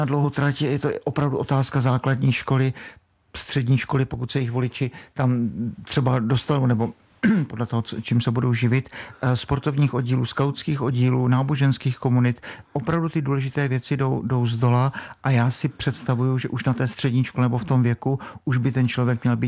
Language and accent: Czech; Brno, South Moravian Region, Czechia; jsem z Brna